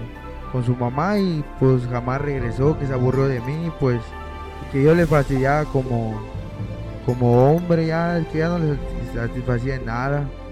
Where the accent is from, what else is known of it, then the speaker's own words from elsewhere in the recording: Xpujil, Campeche, Mexico; Yo vengo de Ixbujil y vengo a dar mi testimonio.